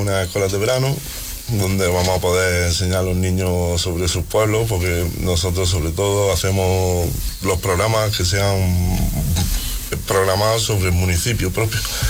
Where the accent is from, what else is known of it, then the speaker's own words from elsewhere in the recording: Fonelas, Andalusia, Spain; moved away as an adult; also born or lived in Granada; yo soy de Fonela